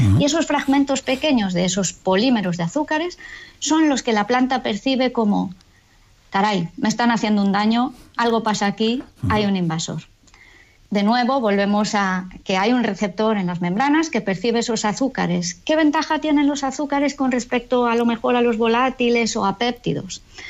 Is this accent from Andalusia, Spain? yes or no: no; Galicia, Spain; moved away; yo soy gallega y cuando me vine a Galicia, a la misión biológica